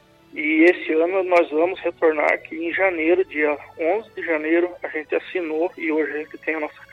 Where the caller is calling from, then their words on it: Fazenda Rio Grande, Paraná, Brazil; Fazenda Rio Grande, região metropolitana de Curitiba.